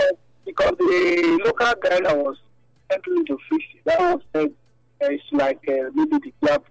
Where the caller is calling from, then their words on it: Ogida, Edo, Nigeria; Jimmy, I'm calling from Ogida.